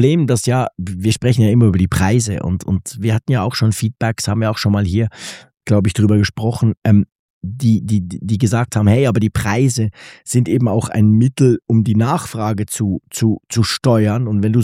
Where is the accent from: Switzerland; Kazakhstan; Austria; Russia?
Switzerland; ein iPhone 17, für eben unter 1000, deutlich unter 1000 bei uns in der Schweiz.